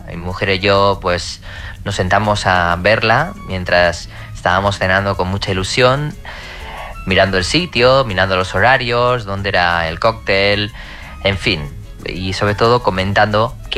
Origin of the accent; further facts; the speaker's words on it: Salamanca, Castile and León, Spain; Nosotros somos de Salamanca y la boda es en Madrid y estábamos echando cuentas de lo que es el desplazamiento, una noche de hotel, todo lo que conlleva el traje y demás.